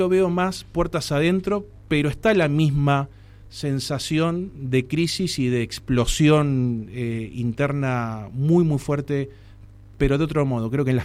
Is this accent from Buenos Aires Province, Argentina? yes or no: no; Tierra del Fuego, Argentina; A ver, nosotros realmente somos fueguinos